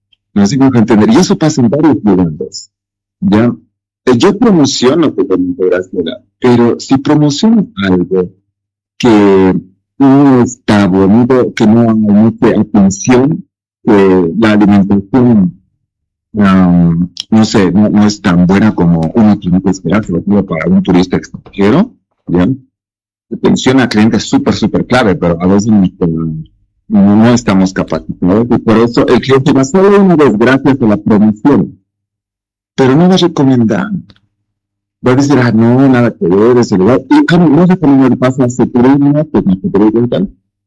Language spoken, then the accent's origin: Spanish; Bolivia; También nosotros como bolivianos ir a Perú